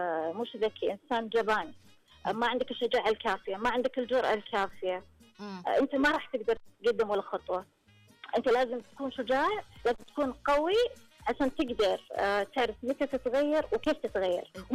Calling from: Taif, Makkah Province, Saudi Arabia; أنا من الطائف

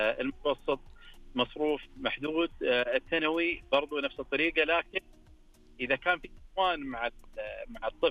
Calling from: Taif, Makkah Province, Saudi Arabia; كنت من الطايف.

